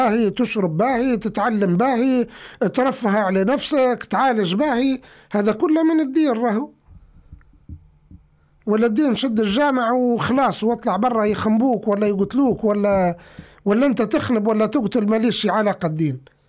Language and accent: Arabic; Libya; حتى أنا ليبي عايش في ليبيا